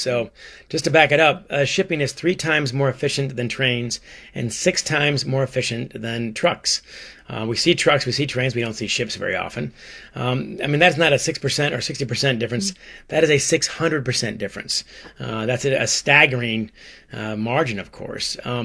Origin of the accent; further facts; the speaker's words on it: Ann Arbor, Michigan, United States; I grew up in Michigan, in Ann Arbor, I'm sure your favorite city, in Columbus. But I mean, like you guys, I grew up on the Great Lakes. I've been in all the Great Lakes.